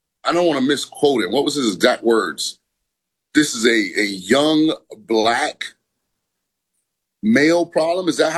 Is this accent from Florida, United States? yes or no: yes; Florida, United States; now in Las Vegas, United States; Like, I'm from Florida. I live in Vegas. I still have a Florida driver's license. I registered in Florida.